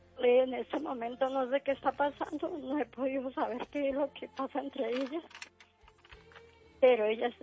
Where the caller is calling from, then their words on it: Bogotá, Colombia; Aquí en la localidad, Fuentibú.